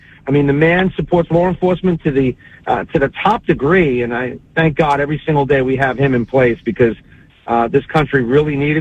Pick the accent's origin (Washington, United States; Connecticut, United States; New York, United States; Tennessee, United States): New York, United States; my hometown of New York